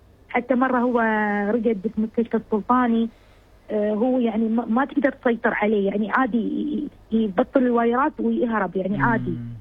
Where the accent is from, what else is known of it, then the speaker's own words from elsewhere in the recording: United Arab Emirates; فبعدين صارت أزمة شوية هني عندنا في الإمارات معينة كذي